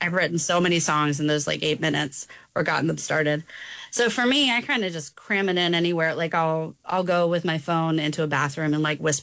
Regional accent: Juneau, Alaska, United States; also born or lived in Ketchikan; Yeah, so I grew up in Juneau. I was born in Ketchikan, but we moved to Juneau when I was about 9.

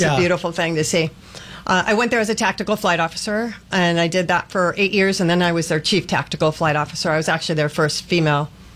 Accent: Iowa, United States; now in Los Angeles, United States; Well, I grew up in Iowa, super small town, 1,500 people along the Mississippi River.

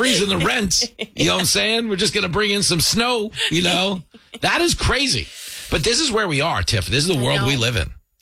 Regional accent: Levittown, United States; I mean, and where I grew up in Levittown, we were drinking beer in like sixth grade.

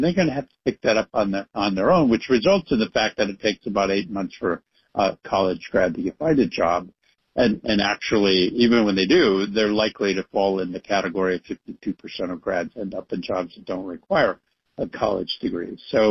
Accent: Akron, Ohio, United States; In my hometown, LeBron James in Akron, Ohio

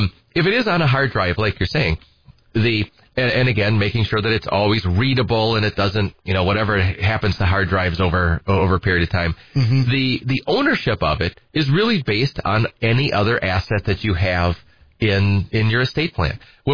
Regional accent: Edgar, Wisconsin, United States; also born or lived in Minneapolis, United States; I'm from Edgar originally, and, you know, good hometown Wisconsin Badger.

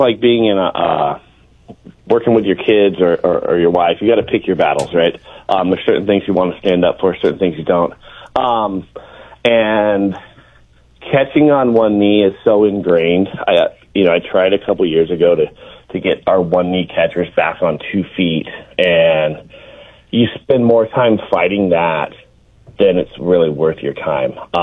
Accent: West Coast, United States; You know, I grew up on the West Coast watching the Dodgers, the Giants, the A's, and all those teams

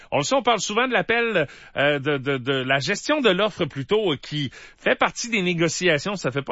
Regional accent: Canada; chez nous au Canada

